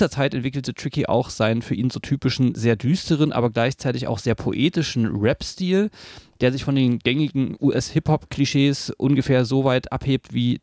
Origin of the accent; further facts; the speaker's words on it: Berlin, Germany; Also ich komme aus Berlin, war da ist man jetzt mit der Szene, war?